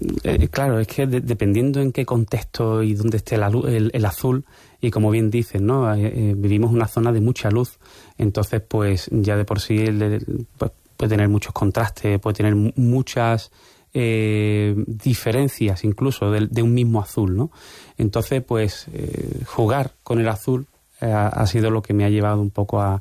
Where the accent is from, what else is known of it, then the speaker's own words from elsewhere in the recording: Algeciras, Andalusia, Spain; somos de Algeciras, el mar, el cielo